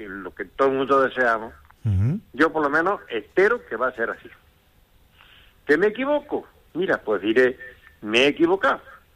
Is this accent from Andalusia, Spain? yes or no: yes; Pozoblanco, Andalusia, Spain; que yo soy de Pozo Blanco, pero que se mueve.